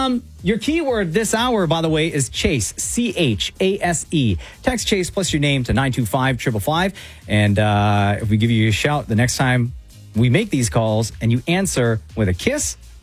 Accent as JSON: {"language": "English", "town": "Toronto", "region": "Ontario", "country": "Canada", "tie": "born or raised there", "said": "especially in Toronto and Scarborough growing up."}